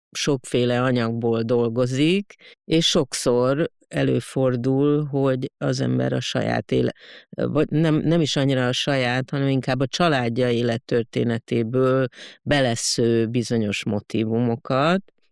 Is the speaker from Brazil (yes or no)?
yes; Brazil; félig meddig egy darabig Brazíliában nőttem fel